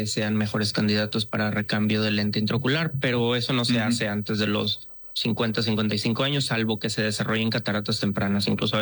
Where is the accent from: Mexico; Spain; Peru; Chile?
Mexico; Reynosa, Tamaulipas; also born or lived in Monterrey; soy de Reynosa, Tamaulipas.